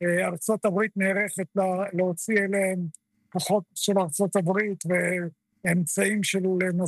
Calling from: Northern District, Israel; על שפת הכנרת.

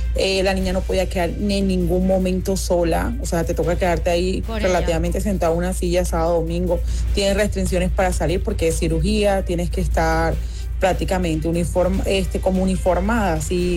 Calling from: Galapa, Atlántico, Colombia; Yo vivo en Galapa.

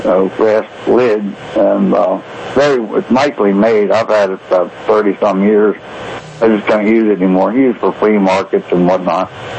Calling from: Linthicum, Maryland, United States; Linthicum.

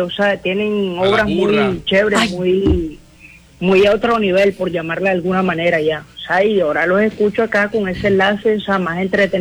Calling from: Soledad, Atlántico, Colombia; de la ciudad de Barranquilla, municipio Soledad.

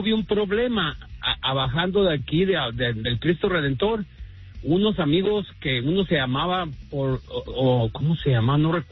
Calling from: Tijuana, Baja California, Mexico; de Tijuana, otra vez de Tijuana.

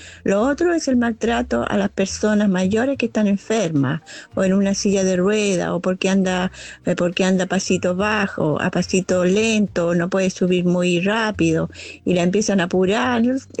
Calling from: Chile; de Chile.

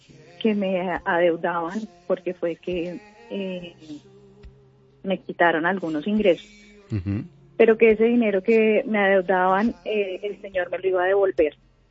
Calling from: Cajicá, Cundinamarca, Colombia; De Cajicá.

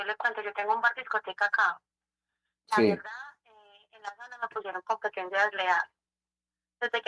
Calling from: Marinilla, Antioquia, Colombia; De Marinilla, Antioquia.

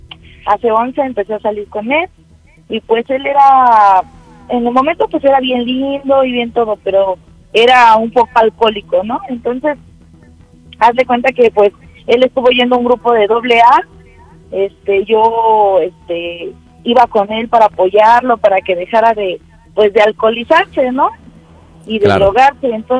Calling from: State of Mexico, Mexico; Soy del Estado de México y tengo 36 años

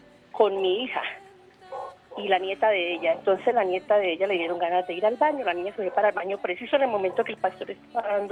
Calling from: Soacha, Cundinamarca, Colombia; Estoy en Soacha.

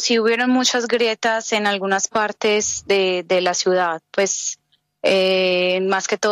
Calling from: Medellín, Antioquia, Colombia; Yo estoy en Medellín.

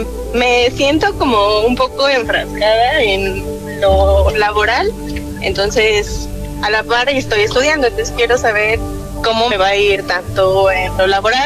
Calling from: Atizapán de Zaragoza, State of Mexico, Mexico; De Atizapán de Zaragoza, SM.

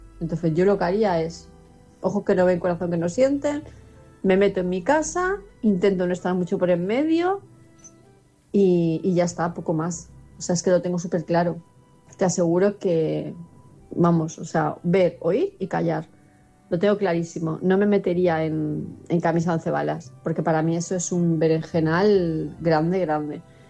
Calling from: Palma de Mallorca, Balearic Islands, Spain; de Palma de Mallorca

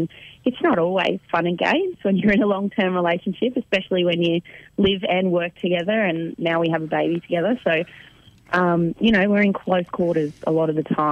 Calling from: Queensland, Australia; We are in the beautiful scenic rim, about an hour southwest of Brisbane

